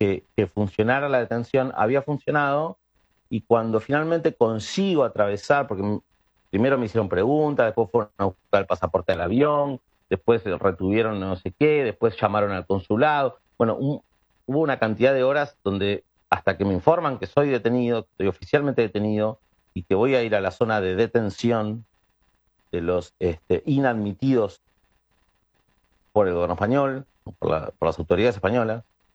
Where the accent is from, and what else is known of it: Argentina